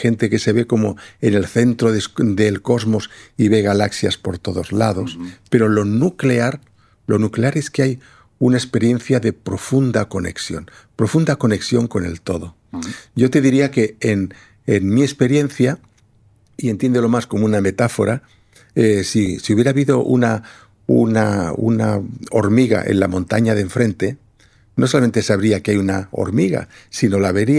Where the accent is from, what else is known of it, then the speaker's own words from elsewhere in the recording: Lleida, Catalonia, Spain; Yo tengo que decir que yo vivo en Lérida, yo soy de Lérida, y entonces con frecuencia, pues desde Lérida o te vas a la playa o te vas hacia la montaña.